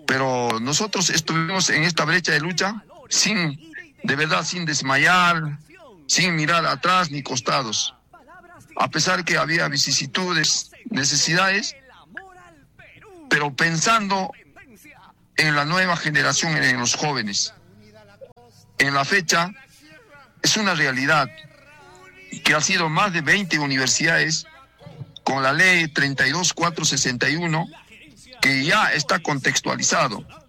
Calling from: Coracora province, Ayacucho, Peru; nuestra provincia de Coracora

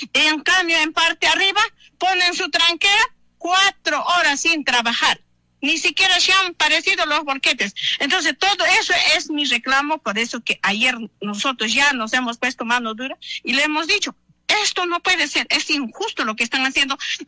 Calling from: Chaviña, Ayacucho, Peru

